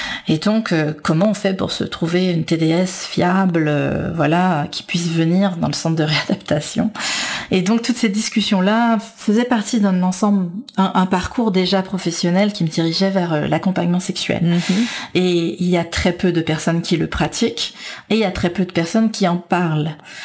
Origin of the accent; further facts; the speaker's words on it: Canada; on se sent moins vulnérable, je crois, quand on est canadienne, quand on n'a plus de 18 ans